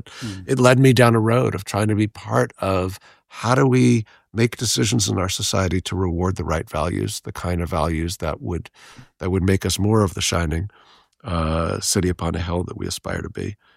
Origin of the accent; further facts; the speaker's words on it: New York, United States; So I'm a New Yorker through and through. I'm a fourth generation New Yorker. And I grew up in New York